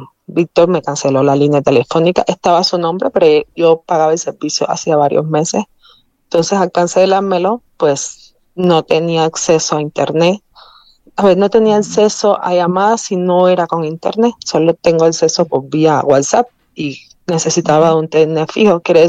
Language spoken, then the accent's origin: Spanish; Cuba; moved away as an adult; now in Mexico; Soy de origen cubano. Uh-huh. Llegué aquí en el año 2017 con beca CONACYT para la maestría de energía en la UNAM.